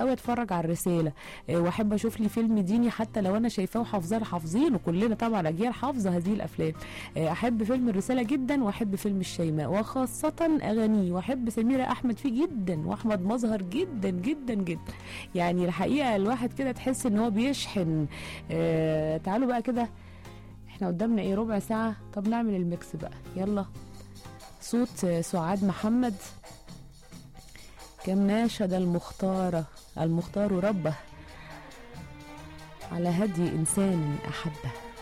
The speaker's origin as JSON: {"language": "Arabic", "country": "Egypt", "said": "فتبني معاه شخصيتك كمصري ثم كعربي"}